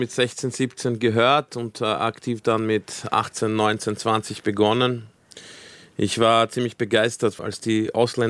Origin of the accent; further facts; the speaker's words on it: Vienna, Austria; dann habe ich sehr viel mit serbischen, bosnischen Kindern etc. meine Jugend und in Wiener Parks verbracht